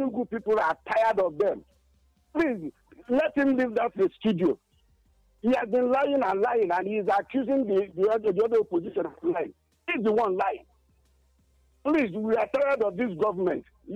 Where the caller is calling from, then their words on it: Nigeria; Good evening. … I'm calling from Nigeria.